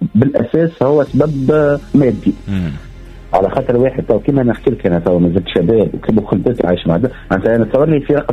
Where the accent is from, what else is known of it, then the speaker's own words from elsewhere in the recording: Tunisia; انا كشاب تونسي عمري 28 سنة